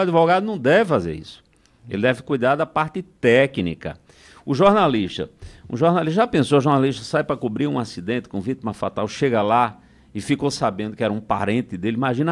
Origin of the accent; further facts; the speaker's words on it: Northeast Region, Brazil; now in São Paulo, Brazil; Eu já vim do Nordeste para cá, para São Paulo.